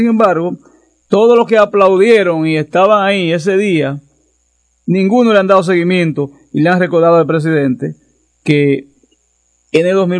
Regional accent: Dominican Republic; como ciudadanos, como dominicanos, como dominicanas

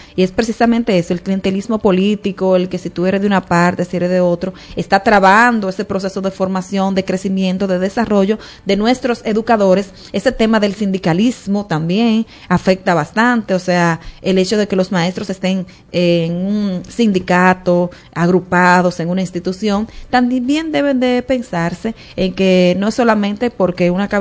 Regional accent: Dominican Republic; entre Cuba y nosotros como República Dominicana

